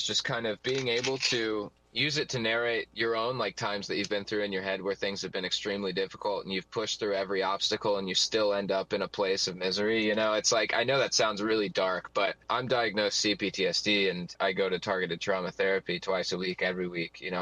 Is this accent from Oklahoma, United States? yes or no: no; New Orleans, Louisiana, United States; I was born and raised in New Orleans. I went through Hurricane Katrina